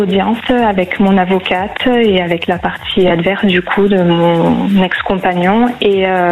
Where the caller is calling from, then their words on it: Uzès, Occitanie, France; Alors, j'appelle Duzès, dans le Gard.